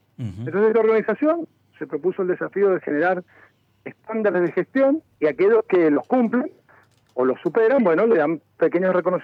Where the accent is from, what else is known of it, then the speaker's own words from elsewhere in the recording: Luján de Cuyo, Mendoza, Argentina; nosotros los que vivimos en Mendoza y en Luján